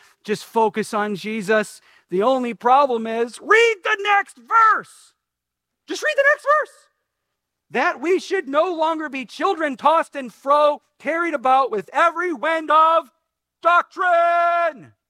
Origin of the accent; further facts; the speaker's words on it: Cleveland, Ohio, United States; I proudly say I am from Cleveland.